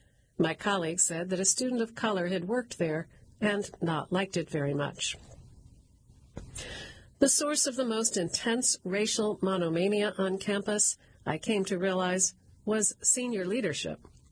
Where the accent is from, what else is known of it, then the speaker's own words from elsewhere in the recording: Harrisburg, Pennsylvania, United States; I grew up outside Harrisburg, Pennsylvania, another deindustrialized, permanently revitalizing urban center, and Lewiston felt familiar to me.